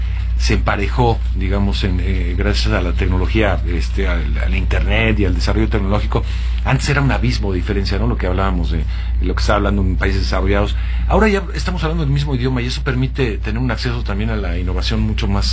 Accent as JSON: {"language": "Spanish", "country": "Mexico", "said": "para eso somos especialistas los mexicanos"}